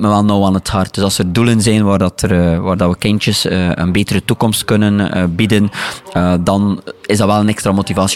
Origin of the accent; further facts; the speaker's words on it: Ostend, Flanders, Belgium; als Oostendenaar